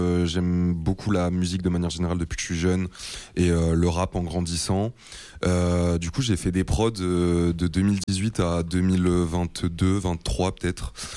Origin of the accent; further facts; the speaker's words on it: Bordeaux, Nouvelle-Aquitaine, France; born there; j'ai 26 ans, je viens de Bordeaux, je suis né à Bordeaux.